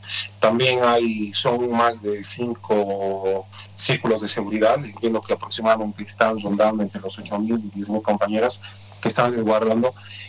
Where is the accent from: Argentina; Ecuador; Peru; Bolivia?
Bolivia; Cochabamba; el agua en Cochabamba, en la ciudad, en la zona sur, por lo menos de donde yo vengo